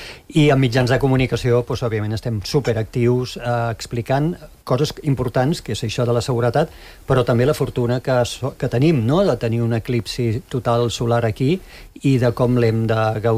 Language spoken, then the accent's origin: Catalan; Tarragona, Catalonia, Spain; born there; Jo sóc nascut a Tarragona